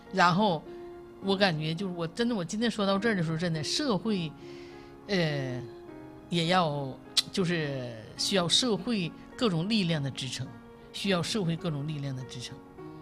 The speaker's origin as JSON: {"language": "Chinese", "country": "China", "said": "做我们中国人"}